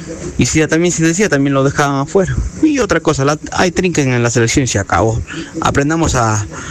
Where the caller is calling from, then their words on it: Ecuador; nosotros los ecuatorianos